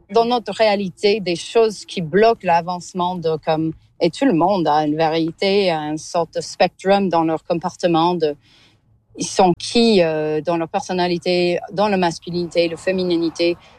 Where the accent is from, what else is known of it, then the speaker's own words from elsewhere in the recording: Alberta, Canada; Ben, en fait, la base, moi, je viens de l'Alberta.